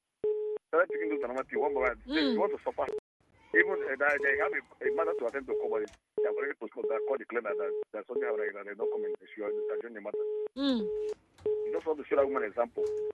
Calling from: Botswana; I'm calling from Botswana.

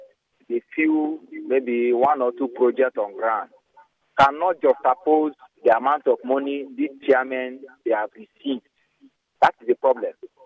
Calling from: Emohua, Rivers, Nigeria; I'm from Emua local government area of River State.

